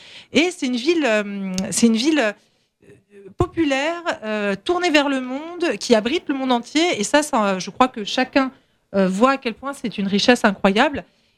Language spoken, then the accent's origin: French; Saint-Ouen-l'Aumône, Île-de-France, France; j'ai grandi dans l'agglo. Moi j'ai grandi à Saint-Holomone, mais j'étais au collège aux Touleuses, pour ceux qui connaissent, j'étais au lycée à Galilée.